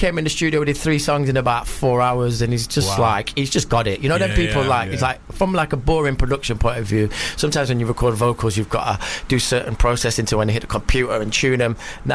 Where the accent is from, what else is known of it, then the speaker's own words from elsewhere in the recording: Sheffield, Yorkshire and the Humber, United Kingdom; I'm from Sheffield, so he's always been my favourite MC.